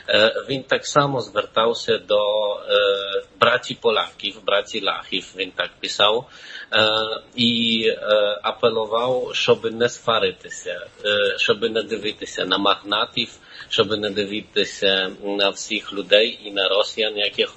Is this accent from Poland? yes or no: yes; Poland; Ukrainian is a second language; я можу просто сказати від себе як поляк, який останні декілька років дуже сильно допомагав Україні